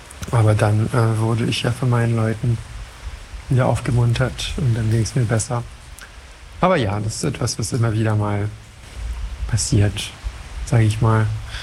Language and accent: German; France; now in Berlin, Germany; Ich komme aus Frankreich ursprünglich. Ich wohne aber seit Ewigkeiten schon hier in Berlin, in Deutschland.